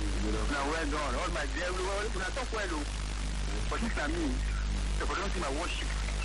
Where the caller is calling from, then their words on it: Masaka, Central Region, Uganda; I'm calling from Masaka.